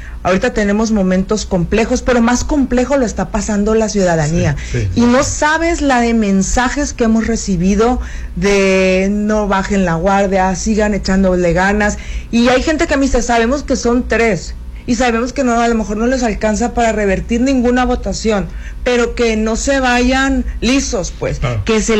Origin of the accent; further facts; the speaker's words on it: Culiacán, Sinaloa, Mexico; las tres, cuatro mujeres que somos de aquí de Culiacán